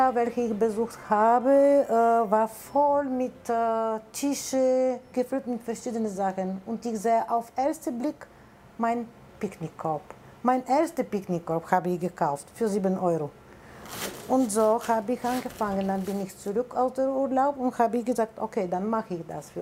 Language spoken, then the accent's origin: German; Bulgaria; German is a second language; Das ist eine kalte Suppe, typisch für Sommerzeiten, welche kommt aus meiner Heimat, aus Bulgarien.